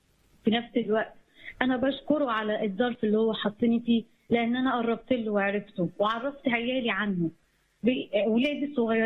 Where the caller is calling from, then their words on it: Egypt; أنا مكالمة من مصر